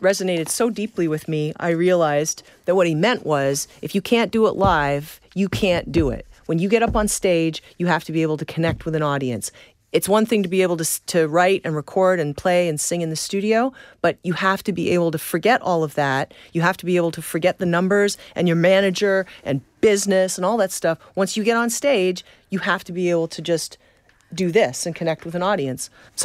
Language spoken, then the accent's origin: English; Canada; You know, I'm from Canada